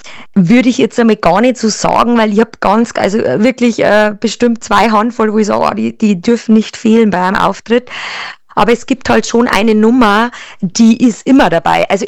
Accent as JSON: {"language": "German", "region": "Bavaria", "country": "Germany", "said": "Das ist so, ja, meine Hymne an Bayern, an meine Heimat, an meine Fans direkt auch."}